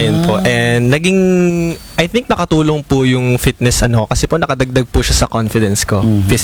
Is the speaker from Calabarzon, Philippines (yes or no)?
yes; San Pablo, Calabarzon, Philippines; Taga San Pablo po ako eh. Nag-aaral po ako sa San Pablo Colleges.